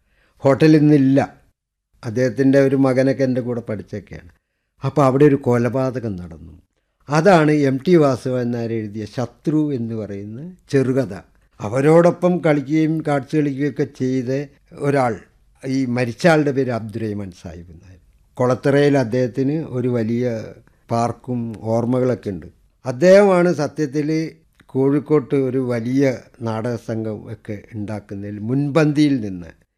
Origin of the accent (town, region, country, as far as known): Kozhikode, Kerala, India; born there